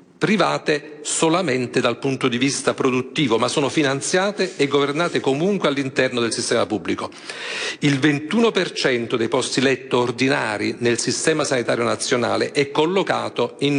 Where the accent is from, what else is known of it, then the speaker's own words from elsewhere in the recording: Naples, Campania, Italy; vengo da Napoli, sono professore universitario presso la facoltà Federico II